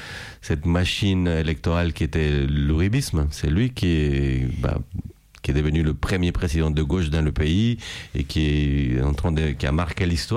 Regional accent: Colombia; moved away; je suis retourné dans mon quartier, là où j'ai grandi

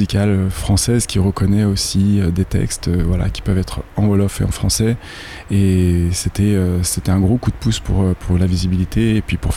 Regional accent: France; now in Canada; C'est un peu l'image qu'on a en tant que Français ou en tant qu'Européen ici, du Québec, du Canada

